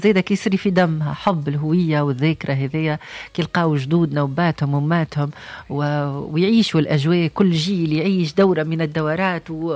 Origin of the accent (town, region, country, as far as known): Tunisia